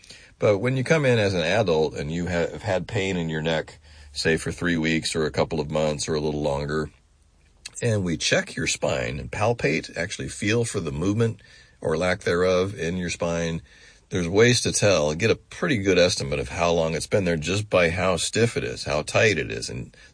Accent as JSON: {"language": "English", "region": "Kansas", "country": "United States", "tie": "born or raised there", "said": "I grew up in Kansas."}